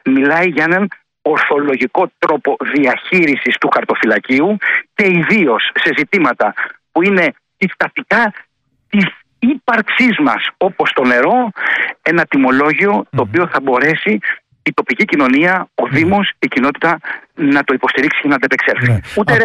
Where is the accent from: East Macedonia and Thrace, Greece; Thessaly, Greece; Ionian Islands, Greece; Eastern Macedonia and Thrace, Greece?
Ionian Islands, Greece; Σας μιλήσω για την ιδιαίτερη πατρίδα μου, την Κεφαλονιά και την Ιθάκη.